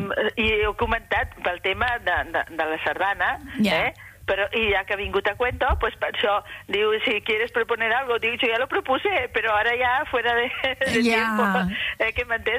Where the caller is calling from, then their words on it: Barcelona, Catalonia, Spain; soc de la Barceloneta